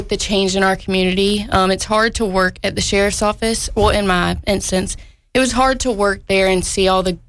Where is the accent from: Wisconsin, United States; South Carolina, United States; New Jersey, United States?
South Carolina, United States; Sumter; I'm from Sumter, South Carolina, born and raised. Mm-hmm. Been here my whole life.